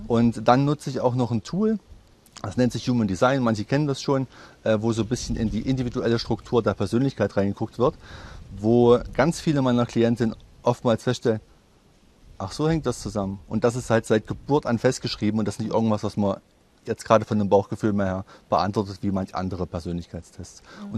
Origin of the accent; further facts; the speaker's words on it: Teuchern, Saxony-Anhalt, Germany; Ich komme aus Teuchern, das ist in der Nähe von Weißenfels, genau. Und bin dort geboren, war kurze Zeit mal in Großstadt unterwegs und bin jetzt wieder aufgrund der Ruhe, der schönen Ruhe hier, zurückgekehrt.